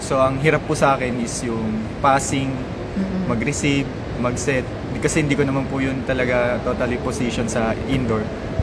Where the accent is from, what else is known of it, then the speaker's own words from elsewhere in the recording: Meycauayan, Central Luzon, Philippines; Mikawayan, Bulacan.